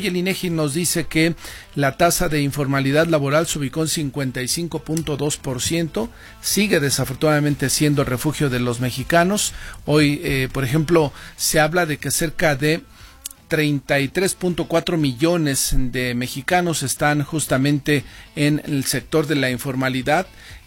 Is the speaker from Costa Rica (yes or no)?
no; Mexico; Y que también los ciudadanos, uno como mexicano puede ver, puede denunciar si ves algo irregular, ¿no?